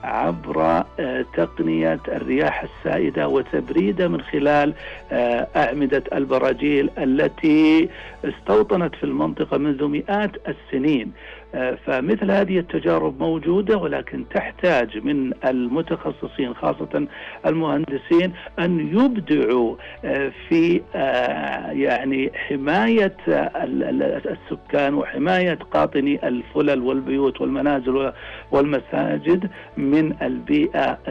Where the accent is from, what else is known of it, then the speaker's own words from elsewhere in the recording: Saudi Arabia; عندنا في المملكة العربية السعودية